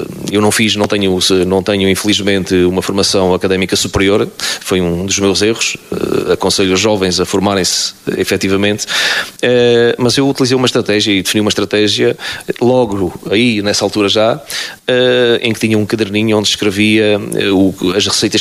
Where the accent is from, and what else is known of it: Portalegre, Alentejo, Portugal; born or raised there; moved away as an adult